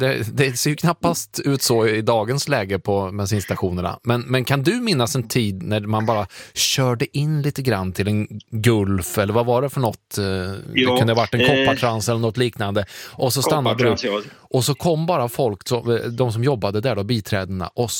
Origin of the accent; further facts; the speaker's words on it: Värmland, Sweden; jag har vuxit upp i Värmland